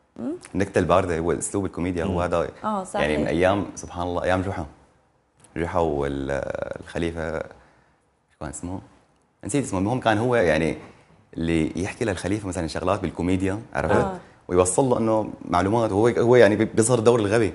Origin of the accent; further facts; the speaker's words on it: Syria; also born or lived in Egypt; now in Germany; بس هو صفد يعني هي مدينتنا بفلسطين الأصل. أنا سوري فلسطين الأصل الحمد لله.